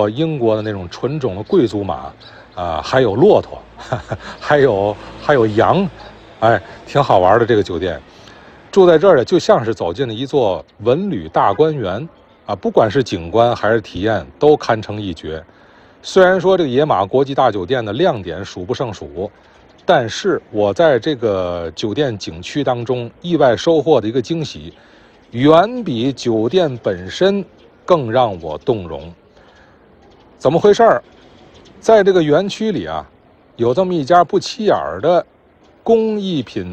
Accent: Tianjin, China; 这个语音外放出来，就暴露我来自天津了。

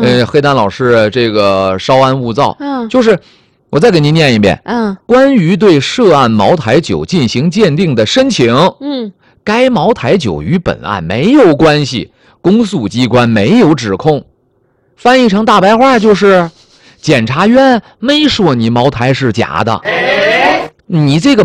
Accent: Shenyang, Liaoning, China; 我们老家辽宁沈阳

